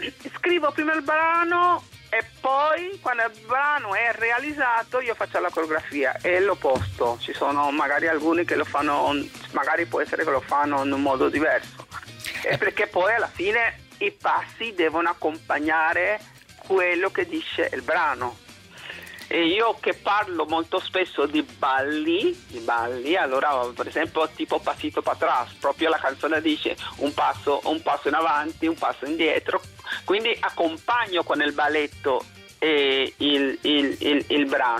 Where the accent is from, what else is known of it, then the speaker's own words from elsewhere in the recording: Costa Rica; Italian is a second language; moved away as an adult; now in Italy; Sono del Costa Rica, quindi... l'unico paese che non ha l'esercito.